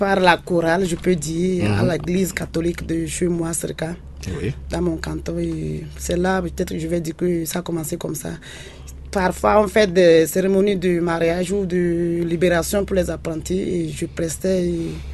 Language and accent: French; Togo; Je viens du Togo. Mm-hmm. Togo Nokara.